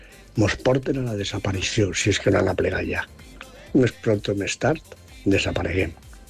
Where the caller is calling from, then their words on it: Valencia, Valencian Community, Spain; de València.